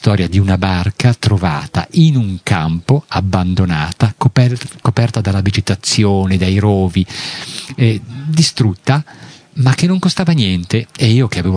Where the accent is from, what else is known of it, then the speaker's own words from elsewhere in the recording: Genoa, Liguria, Italy; Io a 18 anni avevo una Vespa da buon genovese